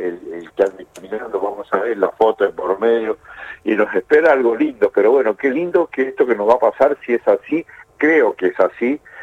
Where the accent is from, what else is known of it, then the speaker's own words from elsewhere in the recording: Argentina; me emociona como argentino, como veterano, como hincha